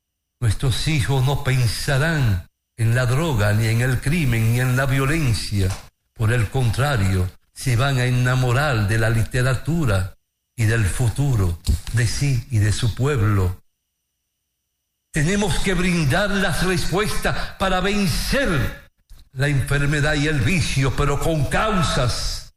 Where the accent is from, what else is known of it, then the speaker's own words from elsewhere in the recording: Dominican Republic; yo lo viví desde mi niñez en la Guácara, allá por la piña de Cotrí, allá en un pequeño campo y sección de Sierra Prieta.